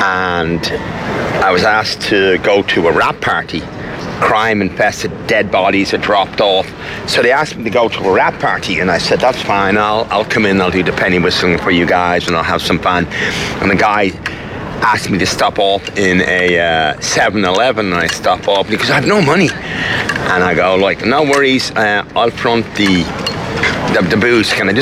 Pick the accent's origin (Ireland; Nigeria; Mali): Ireland; Look, Your Honour, I'm an Irish citizen. For God's sakes, I mean, I've done nothing wrong.